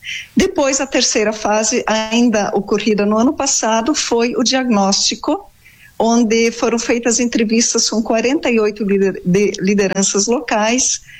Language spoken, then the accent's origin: Portuguese; São João do Oeste, Santa Catarina, Brazil